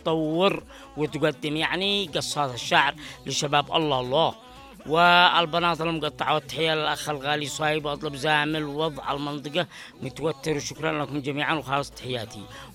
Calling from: Tihama, Yemen; إحنا بنات تهامة لا نلبس سيء مثل ما يلبسين، نحمد الله عنا بنات عارفين القرآن الكريم ونتبع فاطمة الزهراء عليها السلام، … من تهامة، تهامة العباء،

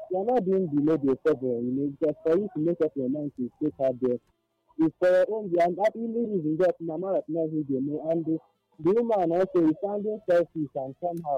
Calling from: India; I'm calling from India.

